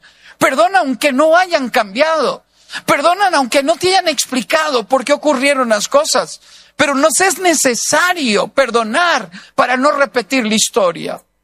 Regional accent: Costa Rica; somos de Costa Rica

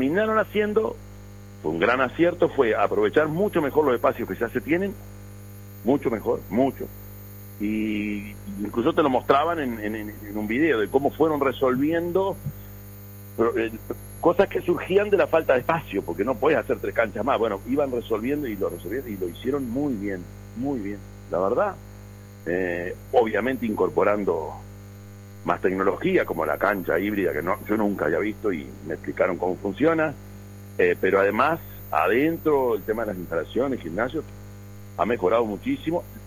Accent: Uruguay; A nosotros nos llevó muchos años como uruguayos tomarle el gusto

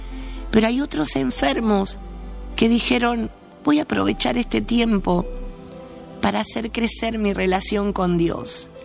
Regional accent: Villa Ángela, Chaco, Argentina; moved away; soy de la ciudad de Villa Ángela, en el Chaco, oriunda de Villa Ángela, así se dice, ¿no? Oriunda, vengo de ahí, del medio del Chaco. Bueno, en mi época que estuve ahí, cuando era chiquita

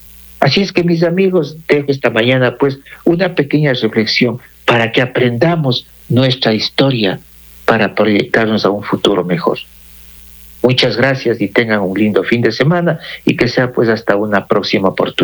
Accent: Ecuador; Nos identificamos como ecuatorianos ahí.

